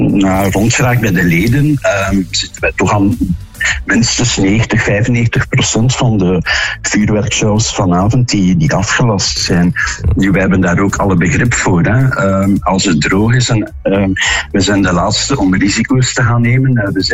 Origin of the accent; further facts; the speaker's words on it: Belgium; we zijn als Belgen redelijk bescheiden altijd